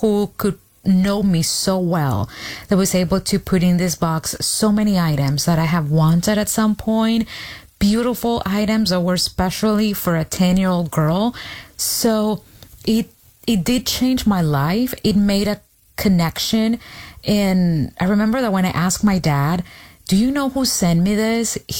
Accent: Honduras; Yeah, so it was very harsh. I am the oldest of four kids, and my dad worked, you know, his whole life.

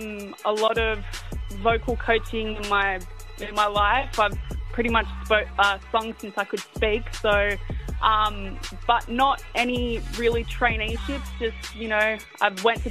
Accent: Sydney, New South Wales, Australia; So St. George area is my hometown and where I grew up

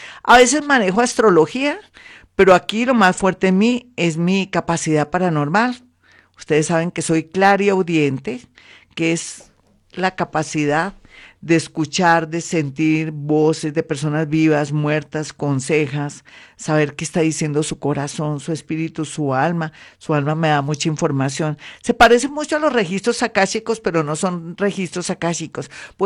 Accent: Colombia; como buena colombiana que somos muy, nos arreglamos bonito

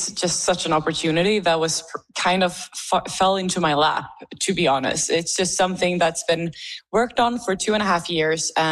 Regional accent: Sweden; first language Swedish; English is a second language; since English isn't my first language is Swedish.

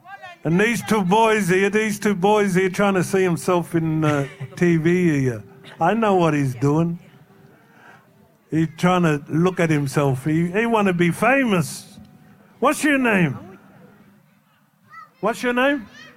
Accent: New South Wales, Australia; now in Melbourne, Australia; See, I've been in Melbourne too long. And I'm not even from Melbourne. I'm from Murrumbidgee River in New South Wales.

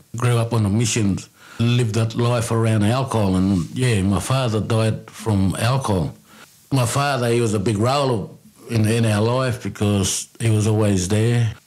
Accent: Brewarrina, New South Wales, Australia; I'm from Bree Warrener. My tribe is Murawari.

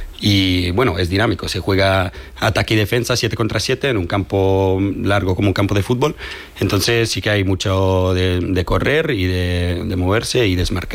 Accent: Italy; moved away as an adult; now in Logroño, Spain; Soy italiano, jugué en la selección italiana muchos años.

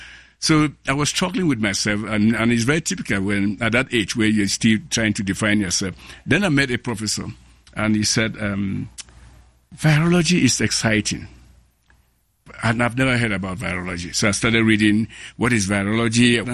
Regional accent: Cameroon; born there; I was born in Cameroon, and the education system in Cameroon at that time was very forward-leaning.

